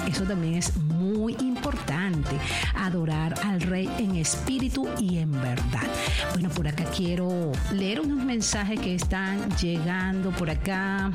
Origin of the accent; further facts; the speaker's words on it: Barquisimeto, Lara, Venezuela; el hermoso estado Lara, Barquisimeto, mi tierra natal.